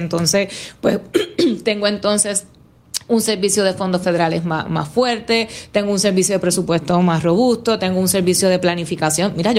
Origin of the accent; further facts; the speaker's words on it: Morovis, Puerto Rico; y soy de Morovis, by the way, por si acaso. siento que tengo standing para hablar de Morovis.